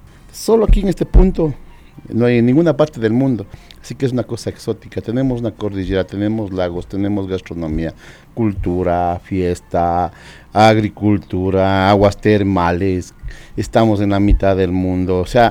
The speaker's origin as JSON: {"language": "Spanish", "town": "Cayambe", "region": "Pichincha", "country": "Ecuador", "said": "en cualquier parte del Ecuador, soy de Cayambe."}